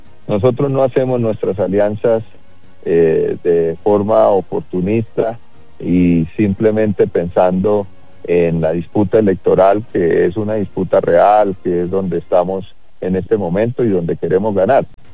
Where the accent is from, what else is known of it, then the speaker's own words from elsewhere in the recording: Cúcuta, Norte de Santander, Colombia; now in Bogotá, Colombia; yo soy cucuteño.